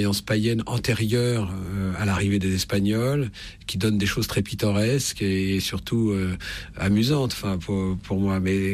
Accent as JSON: {"language": "French", "town": "Paris", "region": "Île-de-France", "country": "France", "tie": "born or raised there", "said": "parce que en tant que petit parisien, je ne connaissais pas Paris, je connaissais juste mon quartier."}